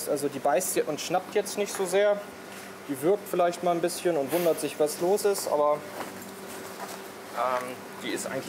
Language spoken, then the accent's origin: German; Hamburg, Germany; Ich bin ja ein Hamburger Jung